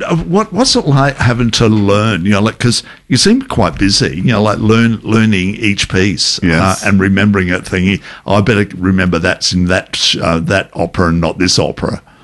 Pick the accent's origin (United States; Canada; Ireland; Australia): Australia; Adelaide, South Australia; moved away; I'm originally from Adelaide.